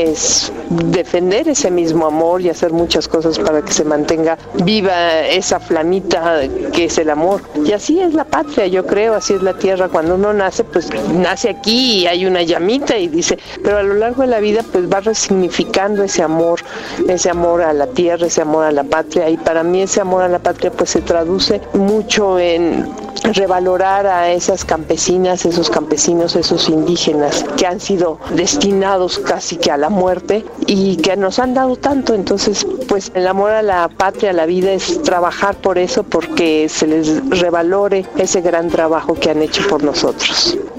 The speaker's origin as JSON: {"language": "Spanish", "country": "Mexico", "tie": "born there", "said": "Yo amo mi tierra, primero porque nací aquí y soy muy, muy mexicana, como el nombre que me puso mi mamá, que es así"}